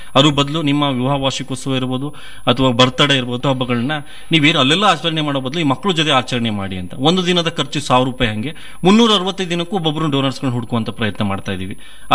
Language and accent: Kannada; Shivamogga district, Karnataka, India